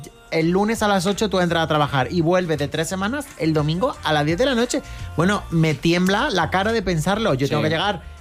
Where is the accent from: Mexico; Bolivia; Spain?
Spain; Córdoba, Andalusia; yo soy de Córdoba, quiero decir, tengo que ser team calor por haber vivido veintitantos años en Córdoba.